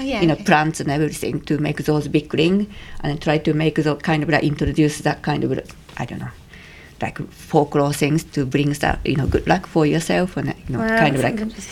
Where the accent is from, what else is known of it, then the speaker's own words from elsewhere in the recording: Japan; now in United Kingdom; I'm from Japan